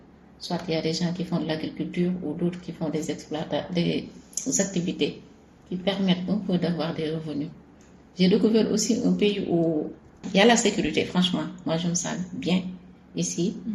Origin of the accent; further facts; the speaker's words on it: Dakar, Senegal; je suis journaliste. Je viens de Dakar au Sénégal.